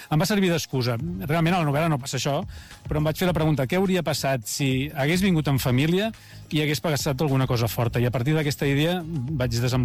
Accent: Barcelona, Catalonia, Spain; moved away as an adult; now in Garrotxa, Spain; nosaltres som de Barcelona tota la vida, però fa 8 anys vam fer aquest pas de marxar cap a un poble petit de la Garrotxa

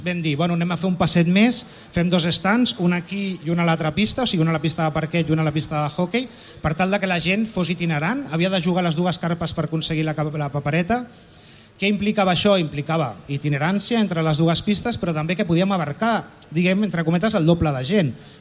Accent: Catalonia, Spain; Som de Palau de tota la vida

